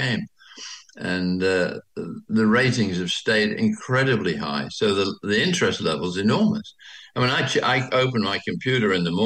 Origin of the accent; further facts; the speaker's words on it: Michigan, United States; if I meet somebody and tell them I'm from Michigan